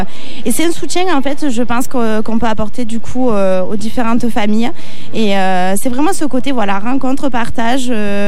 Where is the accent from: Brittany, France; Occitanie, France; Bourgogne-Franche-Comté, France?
Occitanie, France; Mende; Alors, moi, je suis plus de Mende.